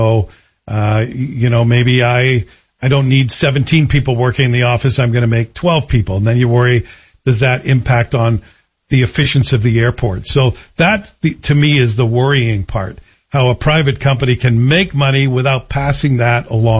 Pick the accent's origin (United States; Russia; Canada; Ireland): Canada; Well, that makes total sense to me, and as a passenger and as a Canadian, I'm in.